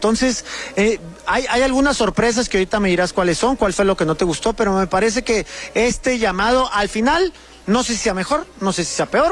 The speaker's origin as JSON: {"language": "Spanish", "region": "Chihuahua", "country": "Mexico", "said": "yo le digo a Papashoa porque soy de Chihuahua"}